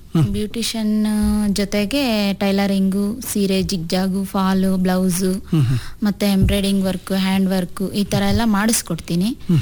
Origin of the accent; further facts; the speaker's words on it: Chitradurga, Karnataka, India; also born or lived in Shivamogga; now in Medehalli, India; Sir, ನಾನು ಹುಟ್ಟಿದ್ದು ಶಿವಮೊಗ್ಗ, ಬೆಳೆದಿದ್ದೆಲ್ಲ ಚಿತ್ರದುರ್ಗಾನೇ, ಇಲ್ಲೇ ಇರೋದು ಸರ್. ಈಗ ಮೆದೇಹಳ್ಳಿ ವಾಸವಾಗಿದ್ದೀವಿ ಸರ್.